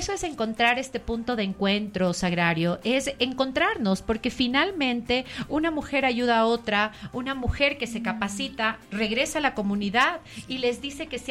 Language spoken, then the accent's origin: Spanish; Macas, Morona Santiago, Ecuador; Yo soy de la Amazonía, yo soy, wow, de Macas